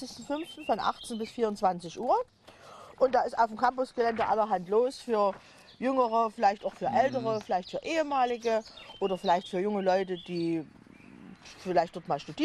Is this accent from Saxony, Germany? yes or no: yes; Saxony, Germany; born there; Ja, ja, aber ich bin ja auch Sächsin von Geburt und Gemüt.